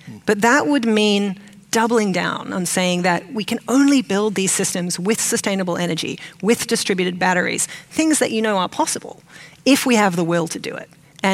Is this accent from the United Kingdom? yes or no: no; Australia; moved away; I grew up in Australia